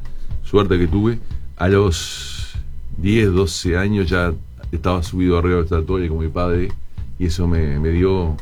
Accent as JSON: {"language": "Spanish", "town": "San José de Mayo", "region": "San José", "country": "Uruguay", "tie": "born or raised there", "also_born_or_lived": "Montevideo", "moved": "yes", "lives_now": "Maldonado, Uruguay", "said": "nací en San José, mis padres eran gente de campo, por supuesto que nací en la ciudad de San José, y estudié en San José los primeros años, y después me vine a Montevideo y llegué a Maldonado a los 17 años."}